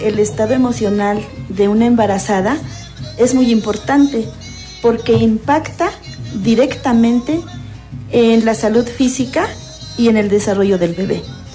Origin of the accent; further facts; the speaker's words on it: Tatosca, Puebla, Mexico; vengo de la comunidad de Tatosca, Zacapuaxtla